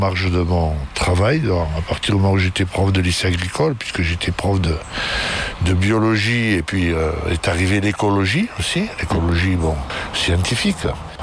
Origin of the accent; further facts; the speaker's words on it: La Cresse, Occitanie, France; also born or lived in Millau; now in Peyreleau, France; Moi, je suis originaire de la Crèce, voilà. Je suis né en 44 et j'ai passé mon enfance à la Crèce, donc l'école communale, l'école de garçons.